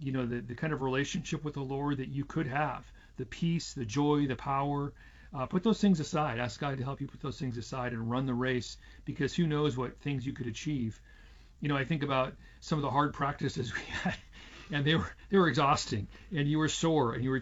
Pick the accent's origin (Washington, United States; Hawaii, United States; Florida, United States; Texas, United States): Washington, United States; Seattle; born or raised there